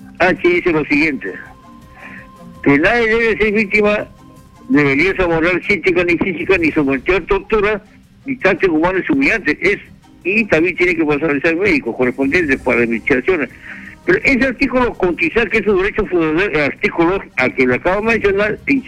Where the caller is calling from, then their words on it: Lima, Peru; De acá, Chorrío